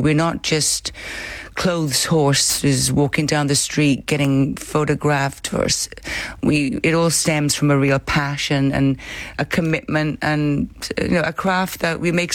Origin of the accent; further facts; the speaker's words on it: Wales, United Kingdom; And I said, I'm from Wales.